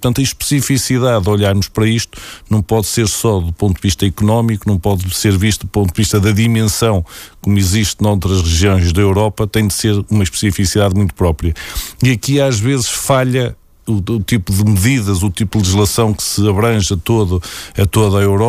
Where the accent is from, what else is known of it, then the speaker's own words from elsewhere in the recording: Peso da Régua, Norte, Portugal; particularmente que sou de Peso da Régua, de facto temos ali um microclima e no verão aquilo já aquece há muito tempo